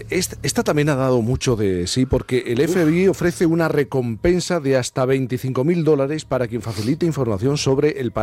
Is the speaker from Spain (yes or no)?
yes; Ubrique, Andalusia, Spain; mi tierra, de Ubrique